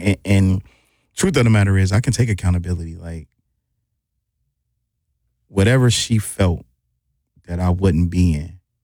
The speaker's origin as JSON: {"language": "English", "town": "Milwaukee", "region": "Wisconsin", "country": "United States", "said": "I'm from Milwaukee."}